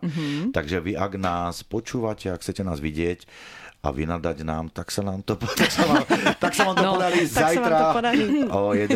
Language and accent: Slovak; Očová, Banská Bystrica Region, Slovakia; moved away; som z Očovej a ľudové tanci sú veľmi tradičné tam u nás.